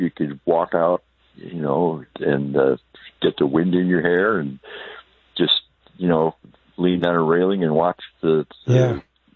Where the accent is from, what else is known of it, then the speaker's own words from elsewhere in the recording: Ohio, United States; Where are you from, Ohio? And I said, oh, she said, where from? I said, well, from Georgia County.